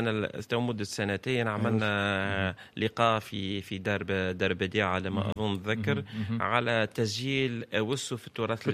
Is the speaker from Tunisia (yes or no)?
yes; Tunisia; كاي شاب تونسي في تونس كامله